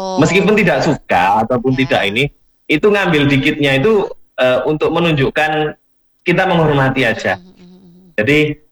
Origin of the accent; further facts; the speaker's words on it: Java, Indonesia; kita orang Jawa seperti itu